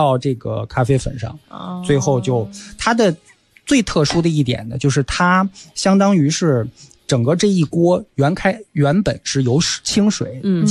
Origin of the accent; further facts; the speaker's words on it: China; 我们中国人